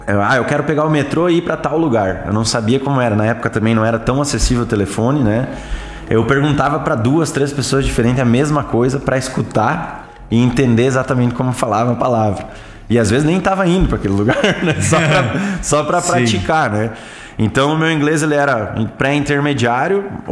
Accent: Brazil; now in Toronto, Canada; para nós brasileiros

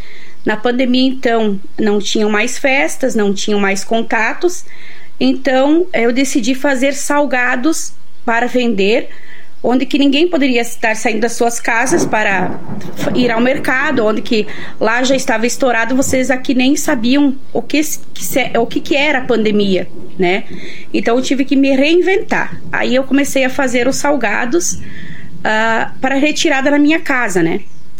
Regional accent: São José do Cedro, Santa Catarina, Brazil; moved away; also born or lived in Rio de Janeiro; eu saí de São José do Cedro em 2001, quando fui para o Rio de Janeiro trabalhar.

